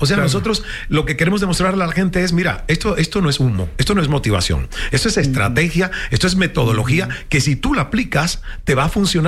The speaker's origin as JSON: {"language": "Spanish", "country": "Cuba", "tie": "born or raised there", "moved": "as an adult", "said": "En un país donde Cuba no me enseñaron a emprender, no me enseñaron a aprender a pensar, sino a repetir panfletos de un partido comunista. Y yo salí a los 28 años."}